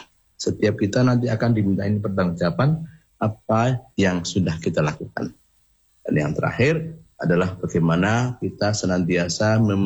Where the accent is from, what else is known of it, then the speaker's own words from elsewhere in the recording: Lampung, Indonesia; Kita baca sejarahnya bahwa memang tidak kita pungkiri para pendahulu kita, orang Lampung ini juga banyak yang berjuang untuk menjadi negeri yang merdeka